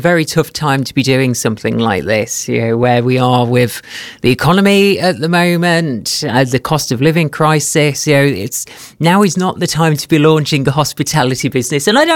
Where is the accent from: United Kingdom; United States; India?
United Kingdom; West Midlands; moved away; So I've previously run big pride festivals down in my hometown in Staffordshire.